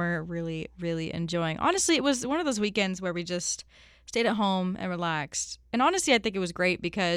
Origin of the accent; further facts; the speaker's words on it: Louisiana, United States; now in New Orleans, United States; We're from North Louisiana, so we're used to the humidity